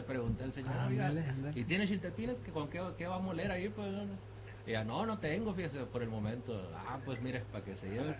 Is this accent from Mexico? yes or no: yes; Sonora, Mexico; Nosotros somos de la Sierra Alta de Sonora, del río Sonora.